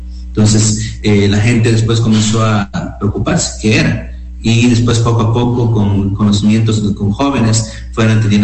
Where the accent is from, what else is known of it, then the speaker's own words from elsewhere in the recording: Sucumbíos, Ecuador; nosotros como pueblos ecuatorianos y peor como pueblos amazónicos.